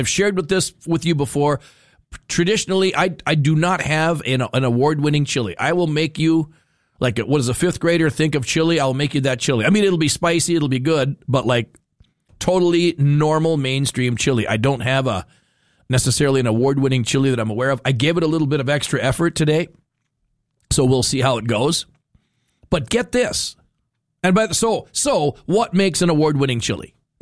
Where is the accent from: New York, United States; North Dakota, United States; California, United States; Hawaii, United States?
North Dakota, United States; Because I grew up in North Dakota. Granted, I could see Minnesota from my house.